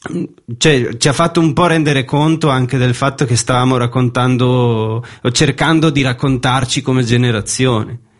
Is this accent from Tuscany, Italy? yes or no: no; Vittorio Veneto, Veneto, Italy; moved away as an adult; also born or lived in Turin; Sono del Veneto, sì, di Vittorio Veneto. E sono arrivato a Torino a studiare alla scuola per attori